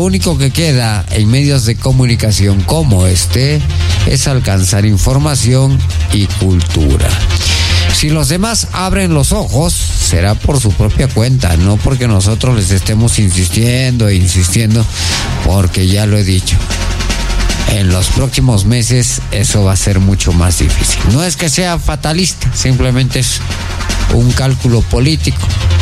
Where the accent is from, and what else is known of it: Peru